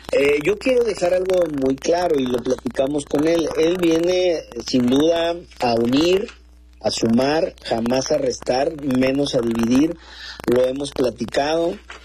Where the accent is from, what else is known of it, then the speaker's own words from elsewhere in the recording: Acapulco, Guerrero, Mexico; En mi caso particularmente de Acapulco, de donde soy originario.